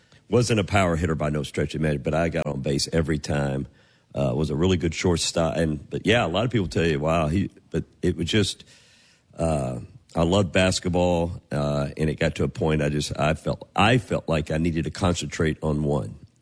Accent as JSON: {"language": "English", "town": "Madisonville", "region": "Kentucky", "country": "United States", "tie": "born or raised there", "said": "It was back in my hometown where I grew up, Madisonville, Kentucky, Madisonville Country Club."}